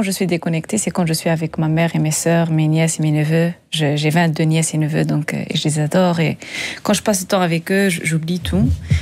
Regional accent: South, Morocco; En fait, moi j'ai grandi au Maroc. J'ai grandi dans le sud, donc en fait je pense qu'on a un système de résilience par défaut, on est né avec.

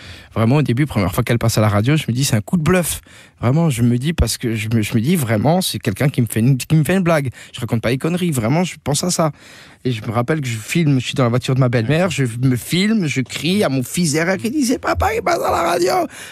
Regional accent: Grand Est, France; J'ose même pas sortir dans la rue parce que tu sais, moi je suis d'Alsace et puis ça me fait bizarre de voir autant de gens dans la rue.

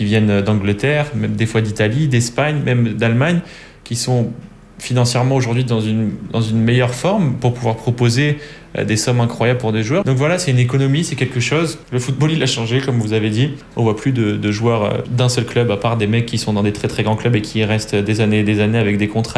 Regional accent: France; Et notamment nous, en tant que Français, qui nous a marqué

